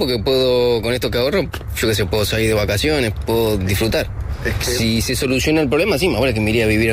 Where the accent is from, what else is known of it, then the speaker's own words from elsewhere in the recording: Argentina; now in Spain; Pero no sé, creo que si comparo, si estaría en mi país ahora en Argentina, creo que ni un neumático me podría comprar.